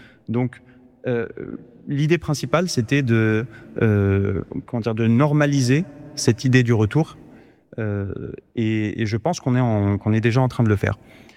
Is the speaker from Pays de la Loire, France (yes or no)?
yes; Nantes, Pays de la Loire, France; also born or lived in Iraq / Paris; je suis né en Irak en 90. Ma famille est arrivée en France en 91, donc je m'en souviens pas. Hein. Mais on s'est installé à Nantes, j'ai grandi à Nantes, et puis un peu à Paris sur la fin.